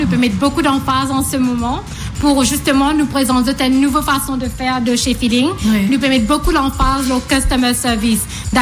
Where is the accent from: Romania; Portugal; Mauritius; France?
Mauritius; Nous sommes Mauricien aujourd'hui.